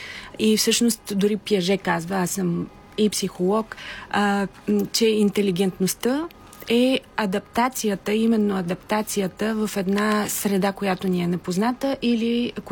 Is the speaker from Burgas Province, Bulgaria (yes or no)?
yes; Burgas, Burgas Province, Bulgaria; Аз от малка, аз съм родена в Бургас